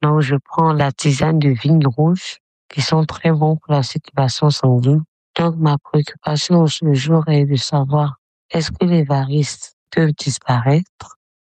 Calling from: Abidjan, Côte d’Ivoire; j'ai 40 ans et j'appelle depuis Abidjan.

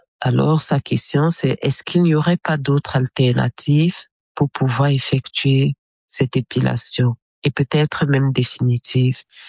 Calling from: Yaoundé, Centre, Cameroon; j'ai 36 ans et je suis à Yaoundé au Cameroun.

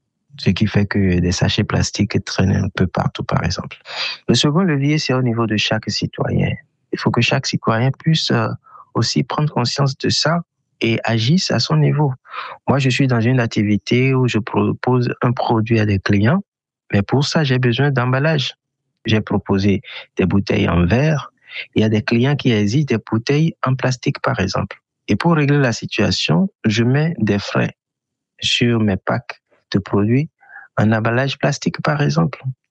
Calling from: Abomey-Calavi, Atlantique, Benin; j'appelle de Abomey-Calavi au Bénin.

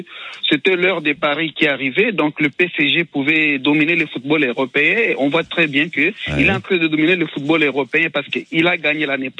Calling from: Milan, Lombardy, Italy; Je suis à Milan

